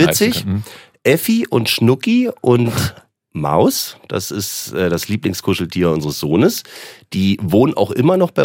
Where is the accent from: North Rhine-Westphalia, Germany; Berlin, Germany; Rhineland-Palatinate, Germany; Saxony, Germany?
Berlin, Germany; moved away as an adult; also born or lived in Potsdam; now in Switzerland; In der Schweiz habe ich immer gesagt, ja, ich komme aus Berlin. Gebürtig bin ich Potsdamer. Habe einfach eine sehr, sehr, sehr, sehr, sehr lange Zeit seit meiner frühesten Jugend eigentlich in Berlin verbracht und gelebt, dann später auch.